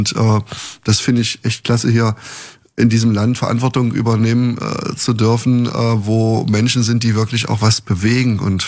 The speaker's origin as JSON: {"language": "German", "region": "Saxony-Anhalt", "country": "Germany", "said": "Im Harz habe ich gearbeitet. Das ist so meine Heimat."}